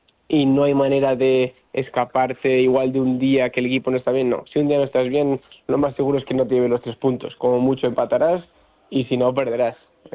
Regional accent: Mungia, Basque Country, Spain; Yo soy de Munguía, bueno, de Bilbao, tengo a mi familia aquí

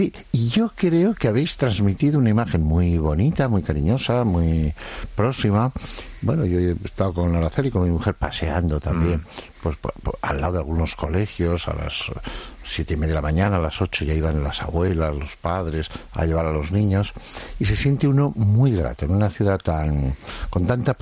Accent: Madrid, Community of Madrid, Spain; born or raised there; also born or lived in Estella

